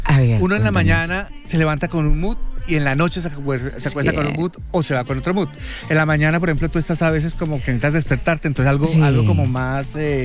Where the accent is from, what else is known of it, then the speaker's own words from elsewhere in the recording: Bogotá, Colombia; now in Miami, United States; Sí, de Bogotá.